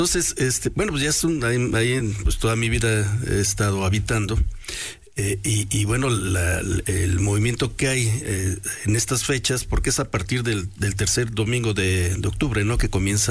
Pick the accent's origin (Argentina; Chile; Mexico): Mexico; Puebla; yo soy del barrio de Los Remedios, entonces que me queda cerca del mercado Carmen Cerdán, mejor conocido de La Cocota.